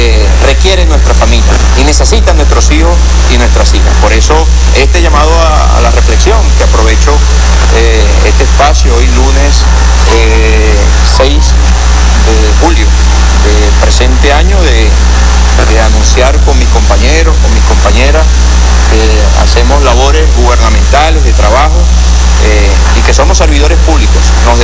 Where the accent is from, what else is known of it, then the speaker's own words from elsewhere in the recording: Venezuela; Nosotros seguiremos demostrando como pueblo venezolano